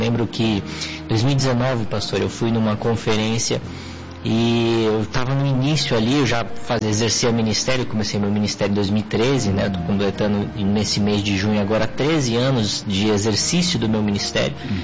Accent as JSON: {"language": "Portuguese", "region": "Minas Gerais", "country": "Brazil", "said": "E como um bom mineiro, ansioso, com coração a mil, é como um paulista quase dormindo, né?"}